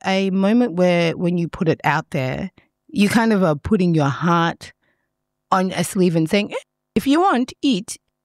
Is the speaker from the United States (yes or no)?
no; Uganda; moved away; I'm from Uganda